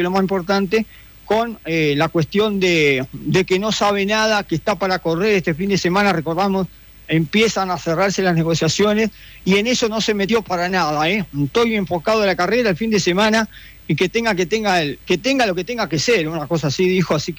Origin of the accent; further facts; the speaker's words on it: Argentina; para picantearla como buen argentino